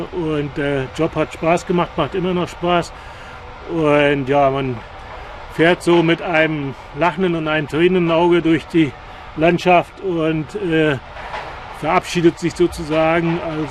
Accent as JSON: {"language": "German", "region": "Mecklenburg-Vorpommern", "country": "Germany", "tie": "born or raised there", "also_born_or_lived": "Gardelegen / Oberharz", "moved": "as an adult", "lives_now": "Sangerhausen, Germany", "said": "gebürtig bin ich Mecklenburger, an der Ostseeküste aufgewachsen, vor den Toren von Lübeck geboren, aber auf mecklenburgischer Seite. Manche sagen auf falscher Seite."}